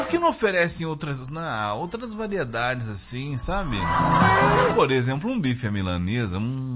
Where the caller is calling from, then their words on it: Natal, Rio Grande do Norte, Brazil; sou de Natal